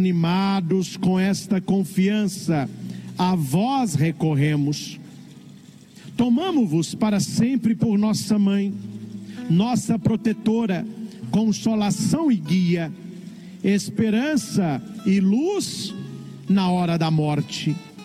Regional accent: Brazil; Nós que somos brasileiros e amamos o nosso país

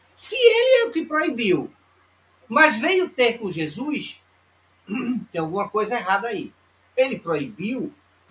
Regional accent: Alagoas, Brazil; accent: Nordestino; O sotaque nordestino é bem carregado, e a gente não esconde isso não, tá, gente? Nós somos nordestinos mesmo. Eu sou alagoano, … é pernambucana, nos encontramos

